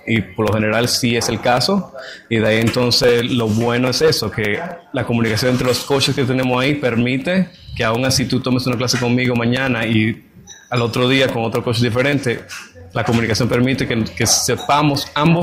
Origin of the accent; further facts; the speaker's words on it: Dominican Republic; now in United States; Dominicano.